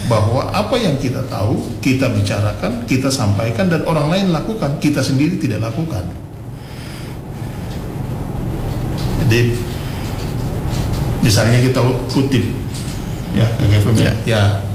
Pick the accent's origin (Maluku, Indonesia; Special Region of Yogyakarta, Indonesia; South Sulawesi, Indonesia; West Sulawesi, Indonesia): Maluku, Indonesia; kita sebagai orang Kei yang hidup di Kei saat ini, maupun dimanapun